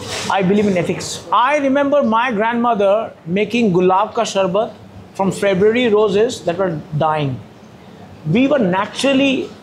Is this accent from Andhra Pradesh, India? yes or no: no; Kolkata, West Bengal, India; born or raised there; moved away as an adult; also born or lived in Trivandrum / Delhi